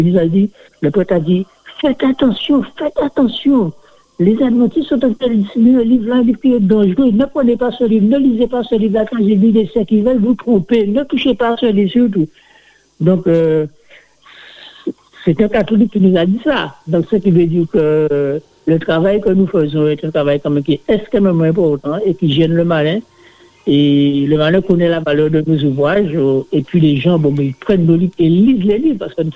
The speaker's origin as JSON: {"language": "French", "town": "Saint-François", "country": "Guadeloupe", "said": "je suis de Saint-François, je suis membre de l'église de Le Moule, l'église adventiste du septième jour."}